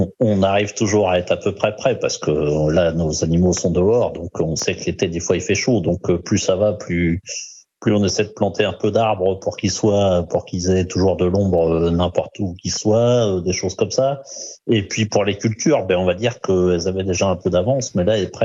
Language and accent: French; Normandy, France; chez nous, en Normandie